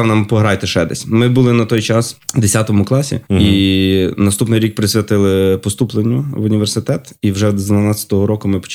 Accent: Lviv, Lviv Oblast, Ukraine; оскільки я з Сихова, старого Сихова.

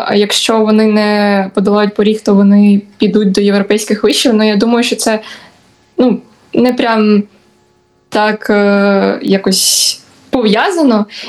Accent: Kharkiv, Kharkiv Oblast, Ukraine; але Харків – моє рідне місто, думала вступати сюди.

